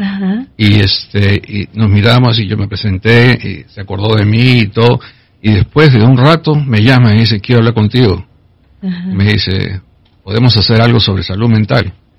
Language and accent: Spanish; Peru; moved away as an adult; now in United States; empecé la universidad en Lima. Soy peruano, católico, fui educado por los jesuitas.